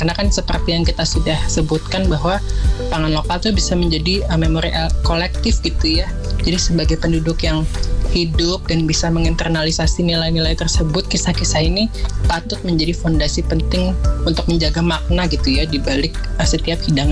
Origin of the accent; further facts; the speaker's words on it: Jakarta, Indonesia; saya orang Jakarta juga ya tinggalnya gitu ya, lahir dan tinggal dan besar di Jakarta